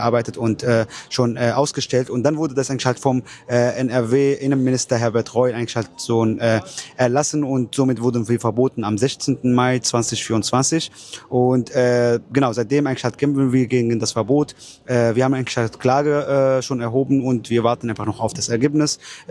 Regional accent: Palestine; beziehungsweise ich auch als Palästinenser, haben das Recht eigentlich halt auf Rückkehr nach Palästina

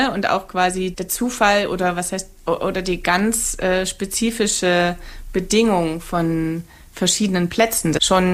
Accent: Saxony, Germany

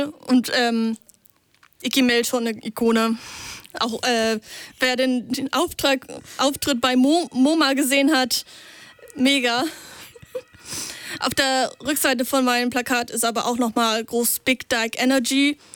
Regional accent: Lower Saxony, Germany; Ich komme eher aus der Richtung von Stade, Buxtehude, mehr so die Ecke.

